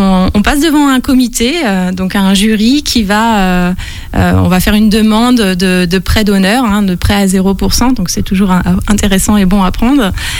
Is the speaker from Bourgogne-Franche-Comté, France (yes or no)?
yes; Chalon-sur-Saône, Bourgogne-Franche-Comté, France; je viens de Chalon. Donc, je n'ai pas vraiment bougé. Je suis restée dans le secteur.